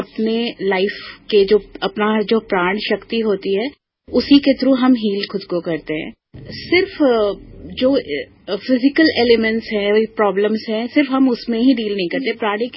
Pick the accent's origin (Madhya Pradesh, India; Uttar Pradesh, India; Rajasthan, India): Uttar Pradesh, India; Mankapur; also born or lived in Prayagraj; मेरा जन्म स्थान प्रयागराज है, जहाँ पे मैं चार साल तक रही हूँ। उसके बाद अयोध्या के पास आईटीआई मनकापुर एक कैंपस है, इंडियन टेलीफोन इंडस्ट्री, मेरी स्कूलिंग वहीं से हुई है